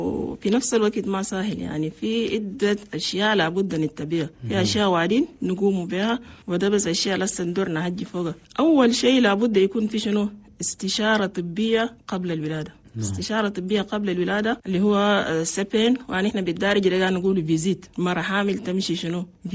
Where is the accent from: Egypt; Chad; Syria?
Chad; عندنا في تشاد